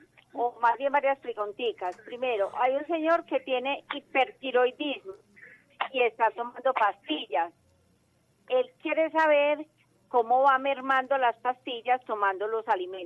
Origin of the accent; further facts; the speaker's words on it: Santa Marta, Magdalena, Colombia; Yo soy de Santa Marta.